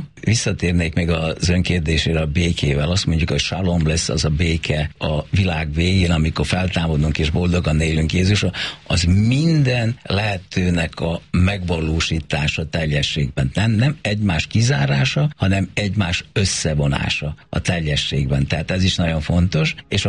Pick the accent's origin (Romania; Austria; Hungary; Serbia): Serbia; now in Belgrade, Serbia; én szerbiai magyar vagyok, vagy magyar, aki Szerbiában él, vagy előtte Jugoszláviában. Tehát az én magyarságom, az az én gazdagságom